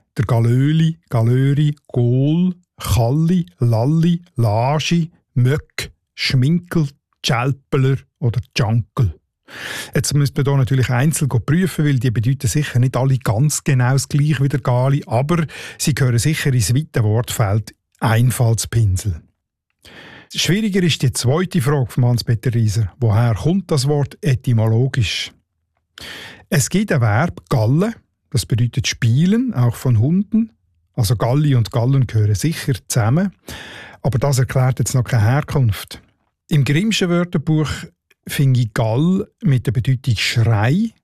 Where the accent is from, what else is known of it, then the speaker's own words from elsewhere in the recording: Northwestern Switzerland, Switzerland; accent: Northwestern Swiss dialect; in meinem Nordwestschweizer Dialekt.